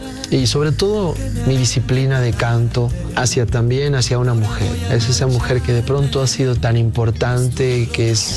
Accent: Mexico; Vengo de México, de la tierra donde el águila devora a la serpiente

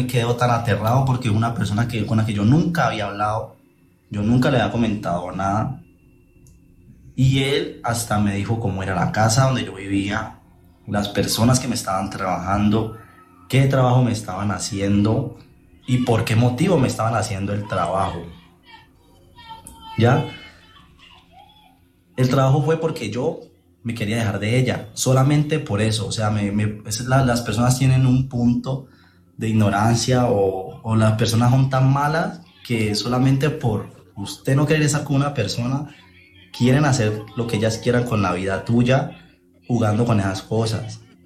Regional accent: Valle del Cauca, Colombia; yo soy de aquí del Valle, yo soy del Valle de Cauca, ¿no?

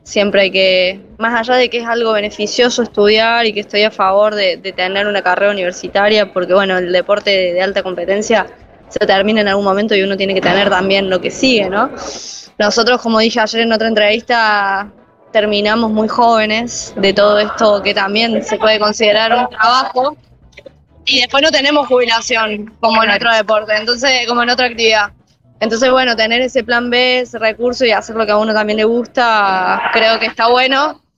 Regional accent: Córdoba, Argentina

